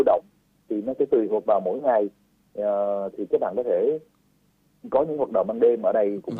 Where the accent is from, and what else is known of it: Nha Trang, Khanh Hoa, Vietnam; born or raised there